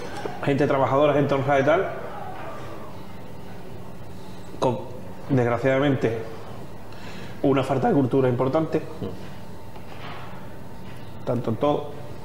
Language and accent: Spanish; Barbate, Andalusia, Spain